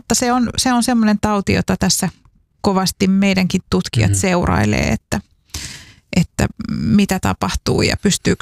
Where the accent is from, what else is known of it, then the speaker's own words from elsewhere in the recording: Saarijärvi, Central Finland, Finland; mähän olen Saarijärveltä kotoisin.